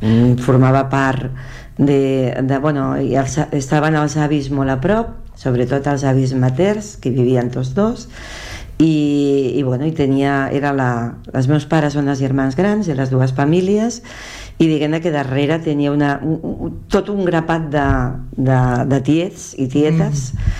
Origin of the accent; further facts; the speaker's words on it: Aldeanueva del Camino, Extremadura, Spain; born there; moved away; el meu poble es diu Aldea Nueva del Camino i està a la vall de l'Ambrot, que la gent coneix perquè és la vall paral·lela a la vall del Jerte, molt conegut, una vall molt coneguda